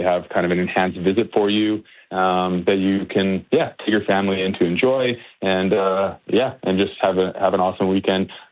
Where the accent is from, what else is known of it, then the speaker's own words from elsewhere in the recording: Regina, Saskatchewan, Canada; I grew up in Regina. All I knew was Regina.